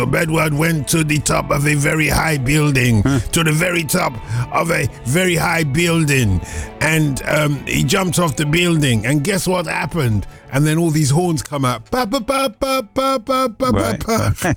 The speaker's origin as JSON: {"language": "English", "town": "Tottenham", "region": "London", "country": "United Kingdom", "tie": "born or raised there", "said": "You know, considering I grew up in Tottenham, which is exactly the next neighbourhood, I've never been up that far north in my life."}